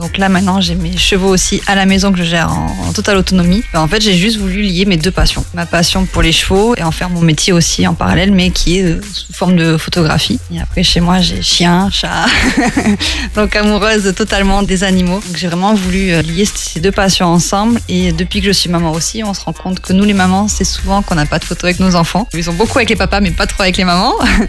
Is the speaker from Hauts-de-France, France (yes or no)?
no; Nouvelle-Aquitaine, France; je suis originaire de la Gironde